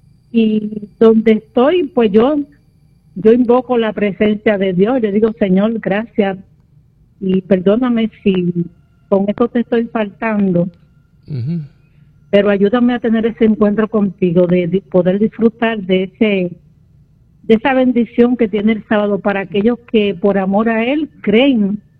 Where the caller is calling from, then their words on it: Bayamón, Puerto Rico; Desde Bayamón Garden.